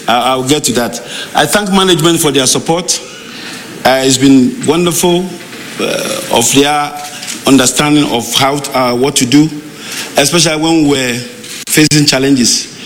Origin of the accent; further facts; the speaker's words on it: Ghana; I'm from Ghana